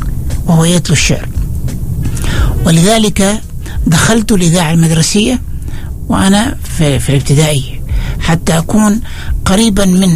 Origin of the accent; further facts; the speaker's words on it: Oman; moved away; also born or lived in Kuwait; قلت له: نعم أنا عماني.